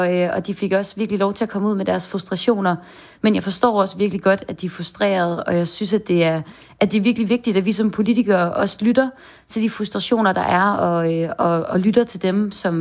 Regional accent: Copenhagen, Capital Region of Denmark, Denmark; jeg er født og opvokset i København

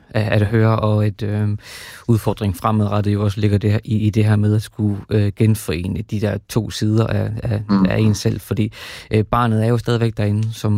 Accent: Horsens, Central Denmark Region, Denmark; i Horsens, hvor jeg er fra.

